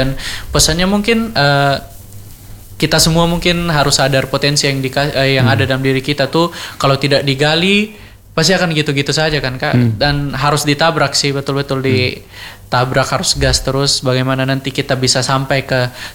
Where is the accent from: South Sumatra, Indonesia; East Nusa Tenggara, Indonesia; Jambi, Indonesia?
East Nusa Tenggara, Indonesia; Sumba; di daerah saya di Sumba sendiri